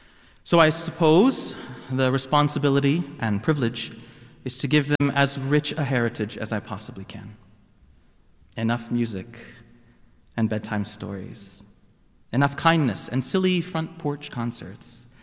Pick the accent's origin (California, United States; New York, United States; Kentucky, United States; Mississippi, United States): Kentucky, United States; I was born and raised in Kentucky, not the deep South.